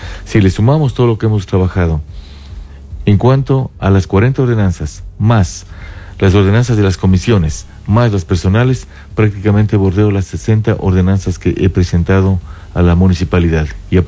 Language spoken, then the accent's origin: Spanish; San Antonio de Ibarra, Imbabura, Ecuador; yo soy de San Antonio.